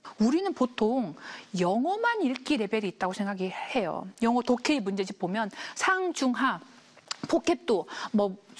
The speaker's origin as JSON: {"language": "Korean", "region": "South Chungcheong", "country": "South Korea", "tie": "born there", "said": "저는 79년생입니다. 제가 79년도에 충청남도에 있는 되게 작은 시골 마을에서 태어났는데 태어나 보니 아버지가 시인이었어요."}